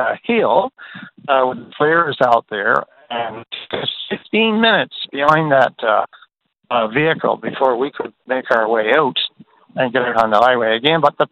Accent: North Harbour, Newfoundland and Labrador, Canada; I talk about my hometown of North Harbour.

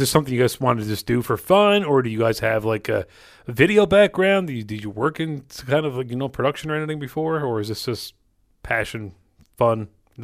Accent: Mount Pearl, Newfoundland and Labrador, Canada; I grew up in Mount Pearl.

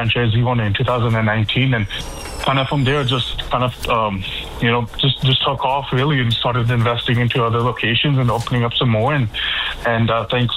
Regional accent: Edmonton, Alberta, Canada; moved away as an adult; also born or lived in Moncton, New Brunswick; now in Newfoundland, Canada; So in Edmonton, Alberta, I was born and brought up there. I was there until the age of 25. What brought me out east, and originally I landed in Moncton, New Brunswick, but I've been spending about most of my time here on the island

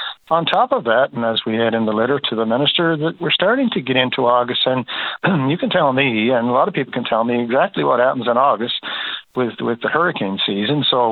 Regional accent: Newfoundland and Labrador, Canada; I'm personally from the South Coast region here in North Harbour.

